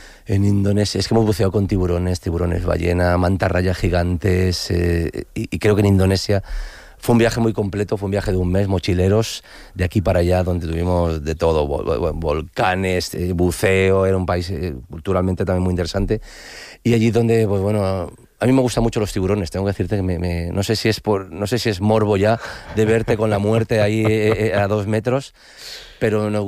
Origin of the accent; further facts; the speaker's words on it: Valencia, Valencian Community, Spain; born there; yo vengo de Escolapios, de los escolas, escuelas pías en Valencia.